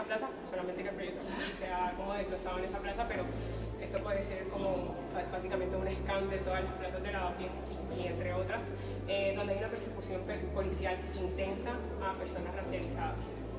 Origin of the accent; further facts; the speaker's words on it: Cartagena, Bolívar, Colombia; moved away as an adult; also born or lived in Bogotá, Colombia; now in Madrid, Spain; soy de Colombia, Cartagena, Colombia